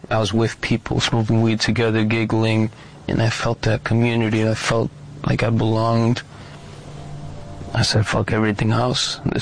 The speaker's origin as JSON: {"language": "English", "town": "Bronx", "region": "New York", "country": "United States", "tie": "born or raised there", "said": "I was born and raised in the Bronx. I'm 20 years old."}